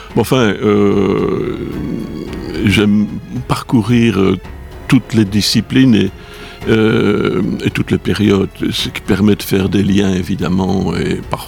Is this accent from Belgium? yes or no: yes; Huy, Wallonia, Belgium; born or raised there; now in Theux, Belgium